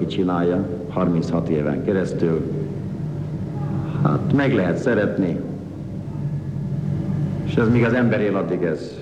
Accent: Miskolc, Borsod-Abaúj-Zemplén, Hungary; igen-igen öreg városunk volt, hiszen én itt nőttem föl. Azt a régi öreg Miskolcot ismerjük, és mi magunk is, akik itt élünk is

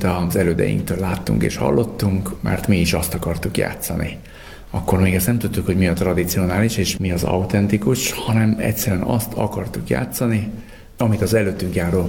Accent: Dunaharaszti, Pest, Hungary; Mi együtt nőttünk fel, de nem mind a heten, hanem csak négyen

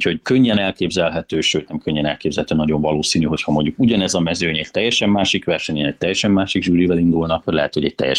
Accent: Hungary; Természetesen magyar ember vagyok, aki Magyarországon él.

